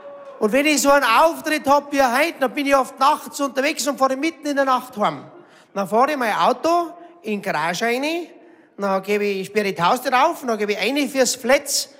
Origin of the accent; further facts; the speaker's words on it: Bavaria, Germany; accent: Upper Palatinate; Und jetzt sage ich es auf Oberpfälzisch, weil ich bin ein Oberpfälzer.